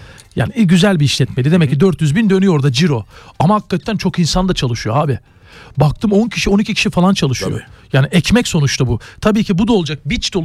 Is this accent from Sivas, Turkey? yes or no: no; Istanbul, Turkey; Yok dedim ben İstanbulluyum dedim tamam mı?